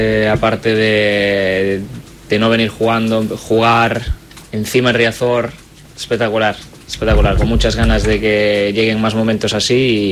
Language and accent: Spanish; A Coruña, Galicia, Spain